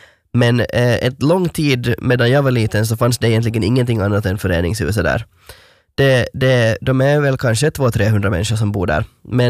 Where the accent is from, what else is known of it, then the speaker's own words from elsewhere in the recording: Korsholm, Ostrobothnia, Finland; Jag är från en liten by som heter Koske. Och nu, det här är mycket viktigt, inte Koske, Koske med O. Mycket, mycket viktigt. Koske ligger mellan Kvävlax och Karperö i Korsholm.